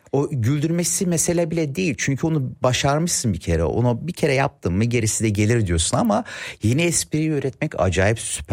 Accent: Germany; Annemi Almanya'ya getiriyor. 1970'te evleniyorlar. 71'de annem geliyor. 87'li ben doğumluyum. İki tane büyük abim var. Biri benden 14 yaş büyük. Biri 10 yaş büyük. Yani ben açıkçası pek planda yoktum. Ama aileye güzel bir neşe getirdiğimi düşünüyorum. Burada okula gittim.

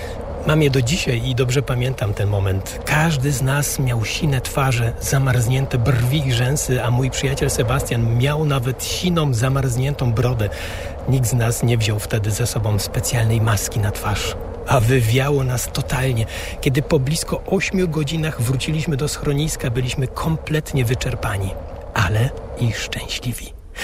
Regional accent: Silesian Voivodeship, Poland; now in Germany; mimo że przecież w Beskid w dzieciństwie miałem bliżej, bo wychowałem się na Górnym Śląsku.

